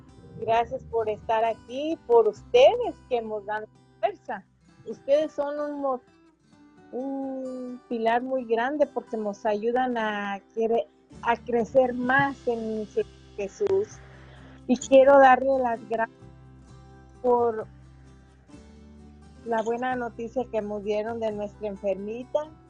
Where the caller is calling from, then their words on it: Uruapan, Michoacán, Mexico; De Michoacán, de Uruapan, Michoacán.